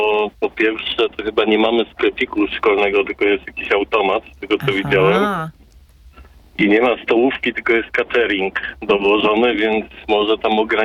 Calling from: Kraków, Lesser Poland, Poland

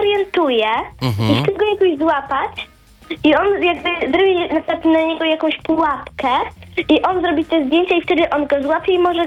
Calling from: Bydgoszcz, Kuyavian-Pomeranian Voivodeship, Poland; Z Bydgoszczy.

